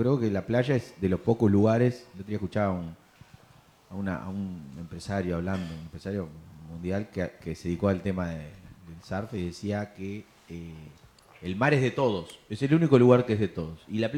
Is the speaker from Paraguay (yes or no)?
no; Uruguay; Y los uruguayos no estamos acostumbrados a eso. Y yo como uruguayo no me quiero acostumbrar a eso